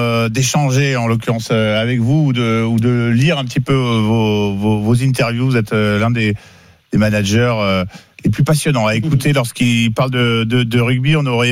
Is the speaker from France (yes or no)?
yes; Nay, Nouvelle-Aquitaine, France; je ne dis pas ça parce que je suis originaire de Naï